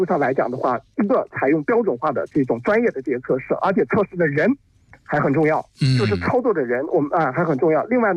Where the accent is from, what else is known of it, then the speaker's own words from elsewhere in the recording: China; 我们中国人讲的这个家有一老如有一就指的就是这个意思。